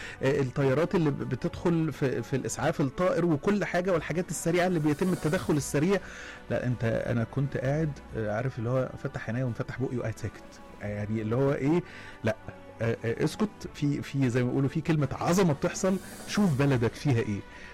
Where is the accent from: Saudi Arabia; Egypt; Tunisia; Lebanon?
Egypt